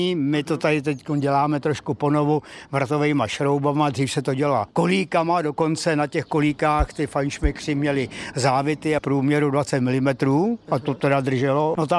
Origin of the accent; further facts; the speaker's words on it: Petrovice, Central Bohemian Region, Czechia; a pocházíme z Petrovic u Sedlčan.